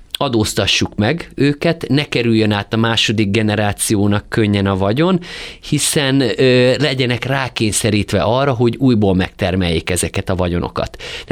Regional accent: Hungary; amikor megtudta, hogy magyar vagyok

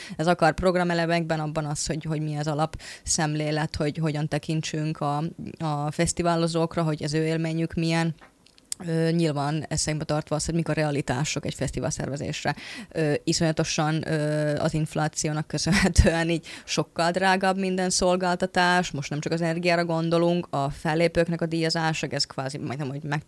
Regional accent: Finland; now in Hungary

